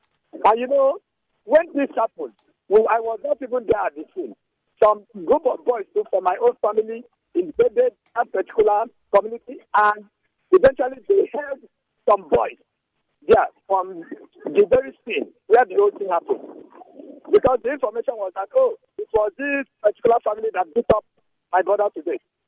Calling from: Port Harcourt, Rivers, Nigeria; I'm calling from Port Harcourt.

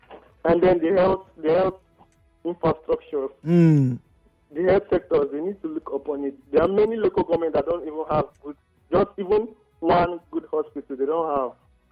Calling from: Port Harcourt, Rivers, Nigeria; calling from Port Harcourt.

